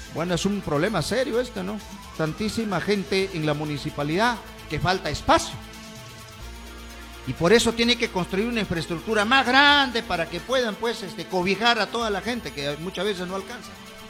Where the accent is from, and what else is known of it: Peru